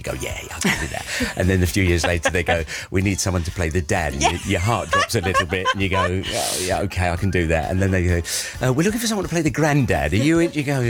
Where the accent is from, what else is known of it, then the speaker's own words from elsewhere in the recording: London, United Kingdom; I was born and raised in South London